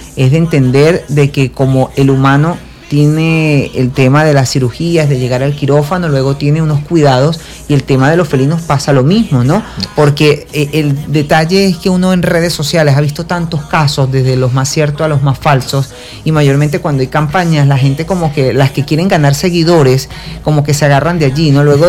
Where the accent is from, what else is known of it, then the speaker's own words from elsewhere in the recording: Venezuela; y especialmente del país donde estoy, Venezuela. Cuesta entender, pero así somos los venezolanos.